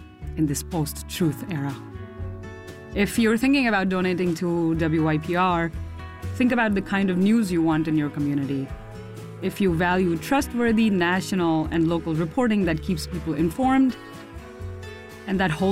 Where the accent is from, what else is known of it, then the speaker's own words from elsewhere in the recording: India; moved away; I grew up in India. I was a journalist in India